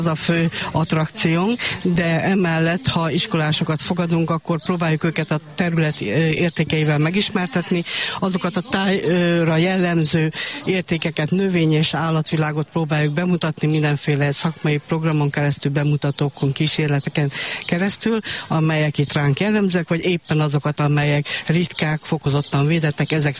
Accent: Dévaványa, Békés, Hungary; Hát nekem Dévaványa, itt ez a térség, itt is nőttem fel, a gyerekeim is itt nőttek föl

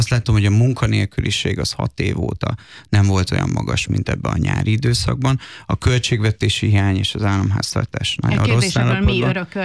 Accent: Hungary; mert magyarok vagyunk

